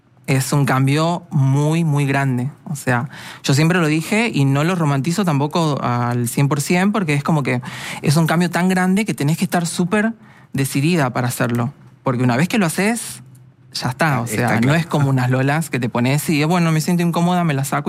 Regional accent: Tafí Viejo, Tucumán, Argentina; born there; moved away as an adult; now in Buenos Aires, Argentina; Yo nací en Tucumán, sí, en la ciudad de Tafí Viejo, y a los 21 años, me vine a Buenos Aires, sí, con mi pareja.

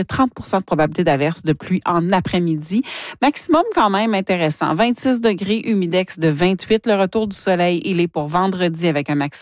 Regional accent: Smooth Rock Falls, Ontario, Canada; ma région natale. Allons-y avec Hearst-Kapuskasing, Cochrane, Smooth Rock Falls, donc le corridor de la route 11.

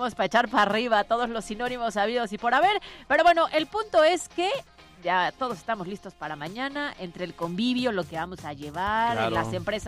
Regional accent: Mexico; si algo somos expertos los mexicanos es en hacer fiesta

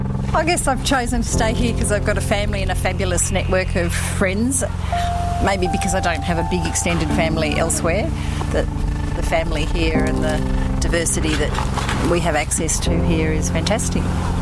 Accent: Papua New Guinea; also born or lived in Sydney, Australia; now in Australia; I was born in Sydney, but I grew up in Papua New Guinea until I went to boarding school on the Gold Coast.

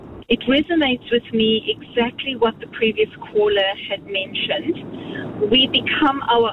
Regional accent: Zimbabwe; now in New Zealand; I was born and brought up in Zimbabwe, and I came over to New Zealand in 2001.

